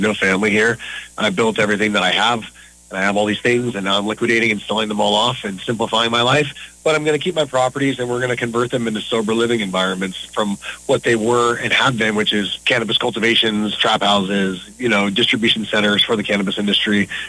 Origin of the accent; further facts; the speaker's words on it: Virginia, United States; moved away as an adult; now in Vallejo, United States; I'm from Virginia, the D.C. area. I am moving back home